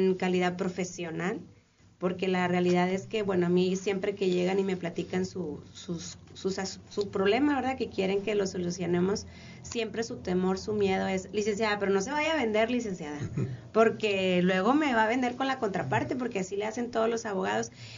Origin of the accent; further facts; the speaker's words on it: Sabinas, Coahuila, Mexico; Yo soy originaria de Sabinas, no vengo a Nuevo León, soy originaria de Sabinas, Coahuila.